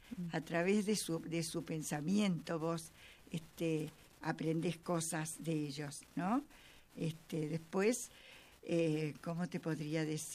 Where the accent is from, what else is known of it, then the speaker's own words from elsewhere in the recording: Rosario, Santa Fe, Argentina; born there; now in Ramallo, Argentina; si bien soy nacida en Rosario, pero tengo mucho más de ramallense que de rosarina.